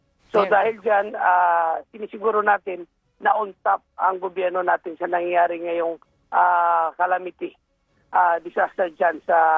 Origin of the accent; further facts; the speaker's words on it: Soccsksargen, Philippines; So doon kasi sa amin sa South Cotabato, yung government hospital meron kagad kasi in charge